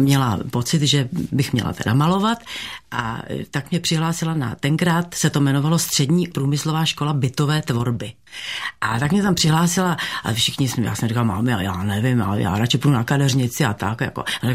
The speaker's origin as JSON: {"language": "Czech", "region": "Prague", "country": "Czechia", "tie": "born or raised there", "also_born_or_lived": "Jílové u Prahy", "said": "Narodila jsem se v Praze, jsem čistokrevná Pražka. Narodila jsem se na Národní třídě 7, číslo 7, kde je kavárna."}